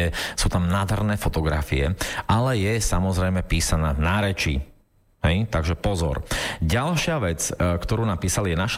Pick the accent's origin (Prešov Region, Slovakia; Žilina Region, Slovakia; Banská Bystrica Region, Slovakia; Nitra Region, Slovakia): Prešov Region, Slovakia; Bardejov; born there; ja som sa narodil v Bardejove síce, ale jedna babka bola z Potatier, druhá z Moravy, jeden detko Nemec, druhý Poliak, no a jednoducho nie, nárečie žiadne